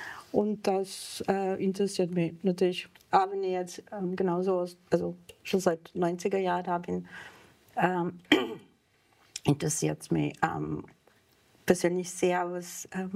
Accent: Serbia; moved away as an adult; also born or lived in Kosovo; Ich bin auch in Jugoslawien geboren, heute Kosovo, aufgewachsen aber in Serbien und habe natürlich einen konstanten Bezug.

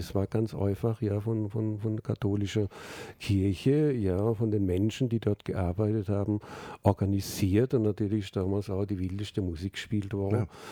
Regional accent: Germany; now in Salzburg, Austria; Ich bin jetzt in Salzburg sozialisiert worden. Ich komme ja ursprünglich aus dem Deutschen.

